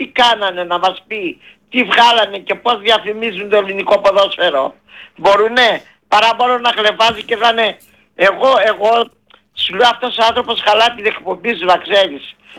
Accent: Nikopoli, Central Macedonia, Greece; το χωριό μου είναι στα σύνορα Κυλκής, σε εδώ Θεσσαλονίκης, και ανοίγει στη Θεσσαλονίκη η Νικόπολη, κοντά στην Ξυλούπολη, ναι, στο Λαχανά δηλαδή.

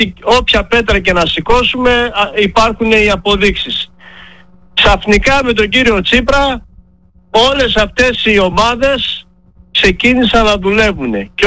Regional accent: Macedonia, Greece; εδώ εμείς οι αγρότες ακρίτες Μακεδόνες

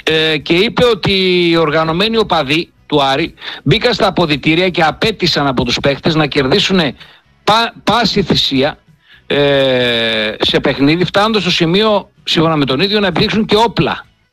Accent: Thessaloniki, Central Macedonia, Greece; θέλοντας σαν Σαλονικιός και σαν Βορειοελλαδίτης να έρθει ένας τίτλος, ένα πρωτάθλημα στη Θεσσαλονίκη

